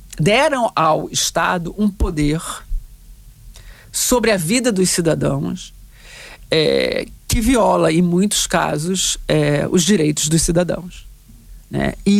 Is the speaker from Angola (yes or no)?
no; Portugal; Eu também sou portuguesa